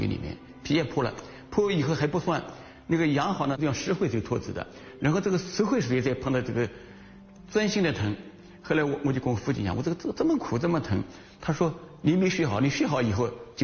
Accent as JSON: {"language": "Chinese", "town": "Yangzhou", "region": "Jiangsu", "country": "China", "lives_now": "Shanghai, China", "said": "刚才讲我是扬州人嘛，当时我就也加一个心愿，不但要做好笔，还做好人。我到上海以后，一定要做一个让人瞧得起的人。"}